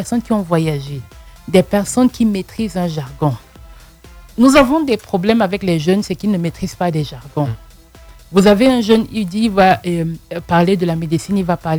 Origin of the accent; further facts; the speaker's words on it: Côte d’Ivoire; je sais que je suis ivoirienne